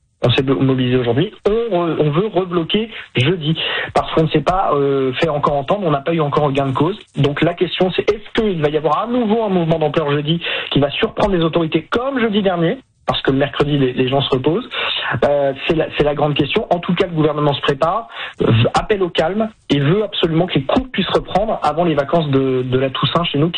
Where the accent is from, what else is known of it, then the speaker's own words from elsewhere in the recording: France; chez nous en France